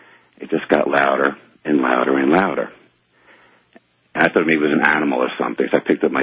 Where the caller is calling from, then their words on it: New York City, New York, United States; And I'm calling from New York, New York.